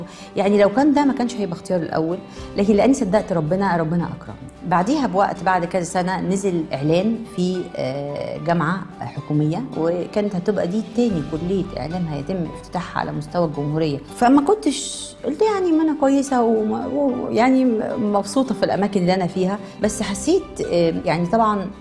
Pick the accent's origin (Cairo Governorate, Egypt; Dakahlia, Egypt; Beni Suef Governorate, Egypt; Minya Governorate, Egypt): Minya Governorate, Egypt; Minya; moved away; لأن أنا جاية من المنيا يعني مش من القاهرة،